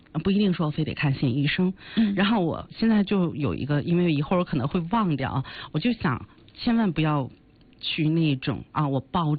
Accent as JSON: {"language": "Chinese", "country": "China"}